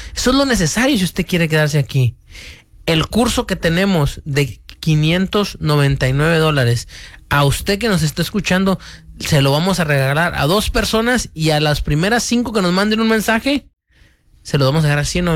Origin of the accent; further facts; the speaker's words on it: Mexico; now in United States; Yo soy mexicano.